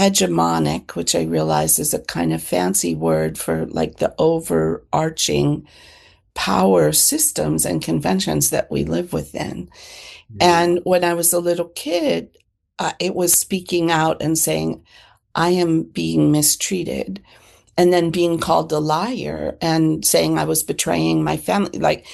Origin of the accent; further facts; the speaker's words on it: Berkeley, California, United States; also born or lived in San Joaquin Valley, California / New Orleans; I grew up in Berkeley, but I was born in the San Joaquin Valley to a farming family.